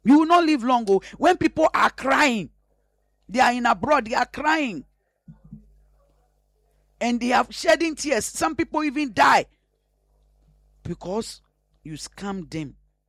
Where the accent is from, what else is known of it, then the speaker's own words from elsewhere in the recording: Ghana; I am sad as a mother. I am sad as a prophet. I am sad as a Ghanaian.